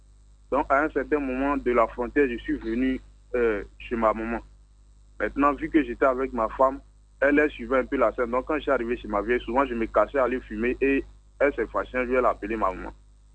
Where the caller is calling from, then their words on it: Abidjan, Côte d’Ivoire; J'appelle de la Riviera.